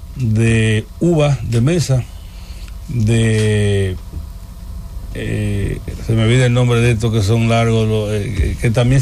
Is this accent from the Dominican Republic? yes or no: yes; Dominican Republic; A nivel nacional somos los dominicanos batalladores